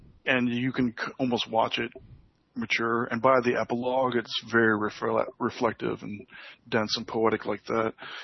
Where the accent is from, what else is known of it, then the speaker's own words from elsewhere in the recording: Wisconsin, United States; my friends that I grew up with in Wisconsin